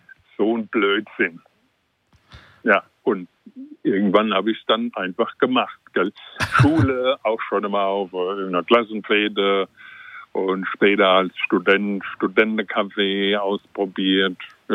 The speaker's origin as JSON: {"language": "German", "town": "Bad Homburg", "region": "Hesse", "country": "Germany", "tie": "born or raised there", "accent": "Hessian", "said": "komme aus Hessen, ursprünglich aus der Nähe von Frankfurt. Vielleicht kennt jemand Bad Homburg, da bin ich groß geworden in der Ecke."}